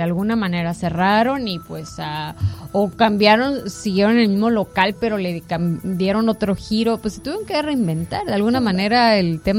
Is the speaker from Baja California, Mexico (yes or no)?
yes; Tijuana, Baja California, Mexico; Yo por lo menos que soy tijuanense